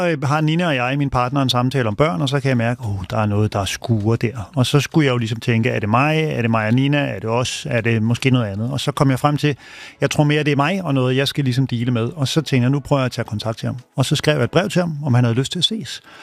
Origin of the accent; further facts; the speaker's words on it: Kokkedal, Capital Region of Denmark, Denmark; Hun kom væk fra mit barndomshjem. Jeg voksede op i har du kørt forbi Kokkedal station nogensinde med kystbanen?